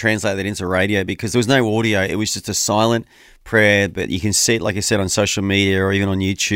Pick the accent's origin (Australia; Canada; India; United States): Australia; And as an Aussie, I wish our Wallabies were like that as well